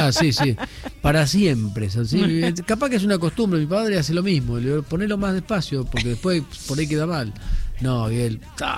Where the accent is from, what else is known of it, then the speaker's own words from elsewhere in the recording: Argentina; Somos los argentinos desconfiados.